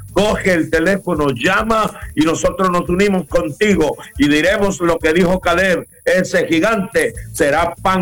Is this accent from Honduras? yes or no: yes; Honduras